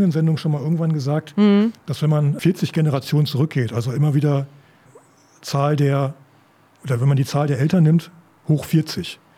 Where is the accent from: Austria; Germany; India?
Germany; North Rhine-Westphalia; moved away; Wenn man in die Gegend geht, wo ich herkomme, in Westfalen, ich bin nicht auf dem Dorf geboren, aber ich glaube so die ersten Jahre meines Lebens auf dem Dorf verbracht.